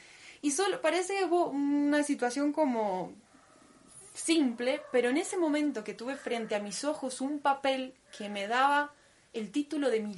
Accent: Argentina; first language Russian; Spanish is a second language; moved away as an adult; Digamos que yo a mis 21 años me fui de mi país. Yo crecí en Argentina, en el seno de una familia rusa.

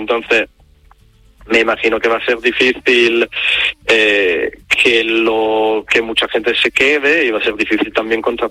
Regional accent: Italy; now in Ceuta, Spain; porque como yo soy italiano, en Ceuta me lo paso increíble, pero también yo no tengo familia aquí ni nada, entonces podría irme si quiero.

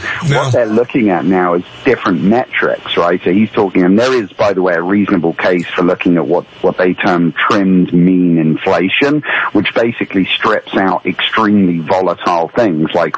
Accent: England, United Kingdom; now in United States; I'm from England, Great Britain originally, but I'm an American citizen.

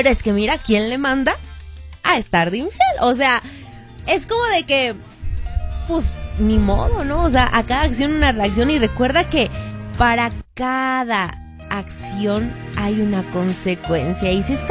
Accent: Xochimilco, Mexico City, Mexico; soy de Xochimilco

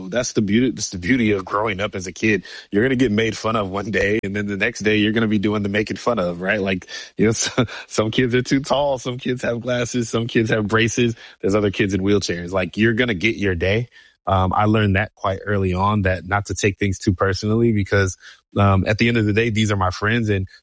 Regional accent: Detroit, Michigan, United States; I grew up in the Bad Boys Pistons era in Detroit, and there was a lot of basketball courts around.

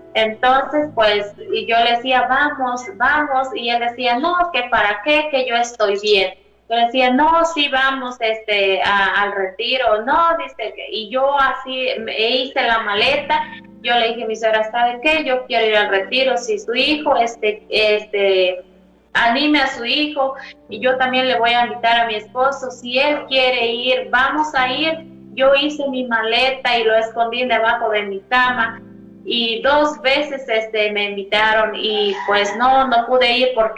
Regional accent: Arcelia, Guerrero, Mexico; now in Temixco, Mexico; Yo soy originaria de Guerrero, de mi municipio se llamaba, porque ahorita ya no existe, San Miguel Lindavista, Guerrero. Mi municipio era Arcelia Guerrero, pues yo soy de por allá originaria, pero gracias a Dios ya tengo aquí como más de 12 o 14 años viviendo acá en Temisco, Morelos.

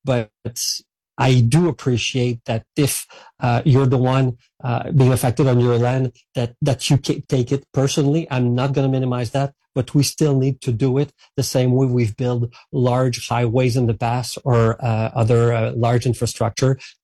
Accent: Saint-Hyacinthe, Quebec, Canada; I come from a farmer region myself. I was raised in Saint-Hyacinthe, which is the capital of the agricultural world in Quebec.

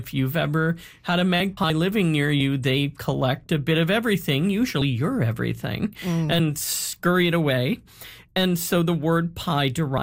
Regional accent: Canada; we don't have this in Canada

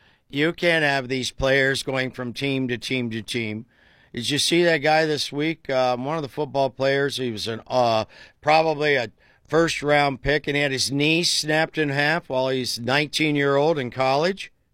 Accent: Uhrichsville, Ohio, United States; born there; It's not my fault that I was born in Eurexville, Ohio.

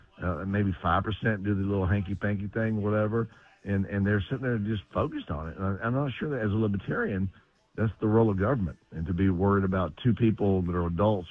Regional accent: Columbia, Tennessee, United States; In Columbia, Tennessee, my hometown

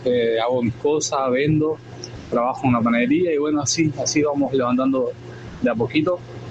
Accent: Misiones, Argentina; now in Brazil; Siempre soy de Misiones

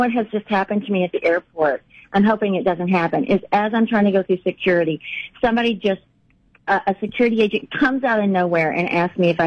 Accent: Texas, United States; moved away; You know, I'm from Texas originally and have a lot of family in Oklahoma

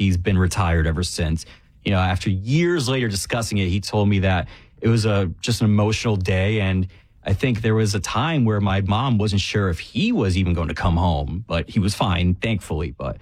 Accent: New Jersey, United States; So I was in North Jersey, born and raised, back in elementary school.

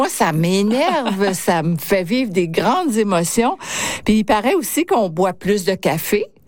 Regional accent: Montreal, Quebec, Canada; Je viens de Montréal.

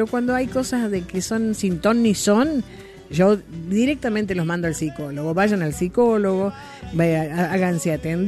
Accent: Tancacha, Córdoba, Argentina; La familia vive en Mar del Plata, somos de Tancache, en Río Tercero también hay familia.

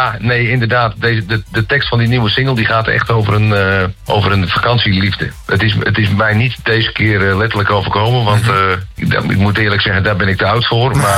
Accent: Volendam, North Holland, Netherlands

